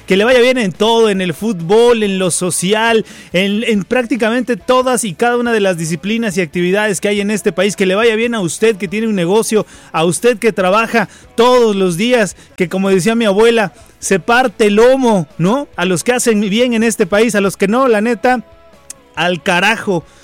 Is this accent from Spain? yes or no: no; Mexico